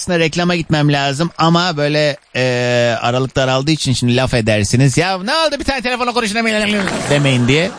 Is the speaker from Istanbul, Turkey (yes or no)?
yes; Istanbul, Turkey; also born or lived in Küçükçekmece; Ben İstanbul'da doğdum büyüdüm. Evet, her zaman bilirsiniz ki söylerim Karslıyım diye ama ben İstanbul'da doğdum büyüdüm.